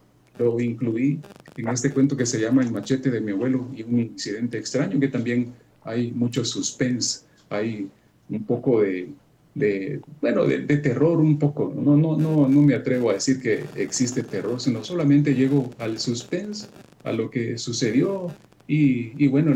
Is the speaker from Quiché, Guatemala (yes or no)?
no; Amatitlán, Guatemala Department, Guatemala; yo, como soy de Amatitlán y tengo la buena parte de cuentos se desempeñan en Amatitlán